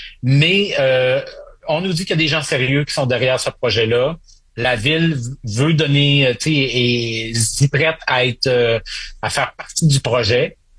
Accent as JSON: {"language": "French", "town": "Saguenay", "region": "Quebec", "country": "Canada", "tie": "born or raised there", "said": "Moi, j'ai grandi au Saguenay."}